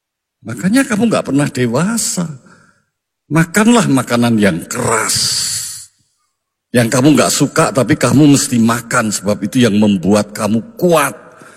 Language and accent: Indonesian; Magelang, Central Java, Indonesia; Kalau orang Jogja, saya dari Jogja, Magelang itu